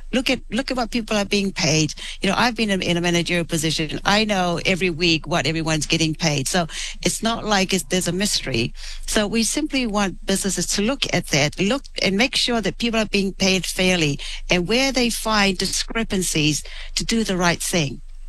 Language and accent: English; Vailima, Tuamasaga, Samoa; now in New Zealand; I was born in Samoa. I'm from a little village named Vailima in Upolu. And I came here with my grandparents and a sister, yeah, just for better opportunities